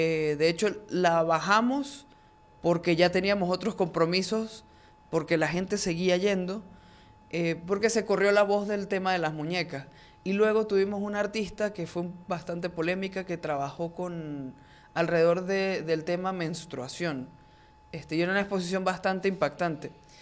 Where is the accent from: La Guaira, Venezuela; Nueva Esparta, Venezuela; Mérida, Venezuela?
Mérida, Venezuela; apropiémonos como merideños de estos espacios